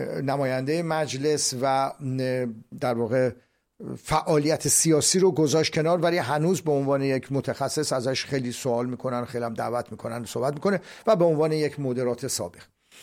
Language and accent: Persian; Iran; now in Sweden; ما ایرانی ها در سوئد